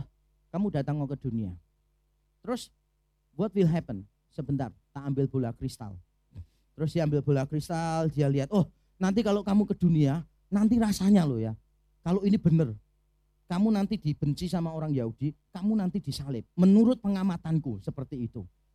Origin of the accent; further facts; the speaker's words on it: Semarang, Central Java, Indonesia; Besok papa ke Surabaya, saya berasal dari Semarang.